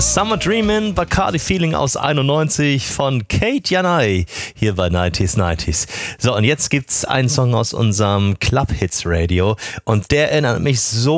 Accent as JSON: {"language": "German", "town": "Wilhelmshaven", "region": "Lower Saxony", "country": "Germany", "tie": "born or raised there", "said": "Wir waren ganz genau 20 Jahre alt. Ich bin da oben im Norden in Wilhelmshaven groß geworden"}